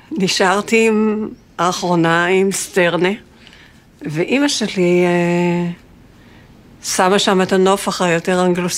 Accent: Jerusalem, Jerusalem District, Israel; אני מירושלים, 1955, ינואר. אמא שלי באה מקנדה

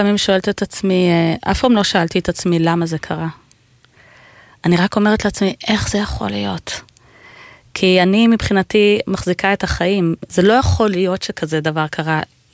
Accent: Jerusalem, Jerusalem District, Israel; דבר ראשון אני ירושלמית. ירושלמית גאה מאוד, מאוד אוהבת את העיר שלי. לא אעזוב אותה לעולם

